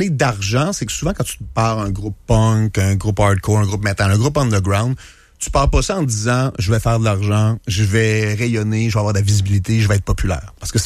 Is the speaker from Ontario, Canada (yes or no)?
no; Rivière-du-Loup, Quebec, Canada; moved away as an adult; now in Quebec City, Canada; Après ça, je me suis envenu à Québec. Je suis déménagé parce que moi, je viens du Bas-Saint-Laurent, je viens de Rivière-du-Loup.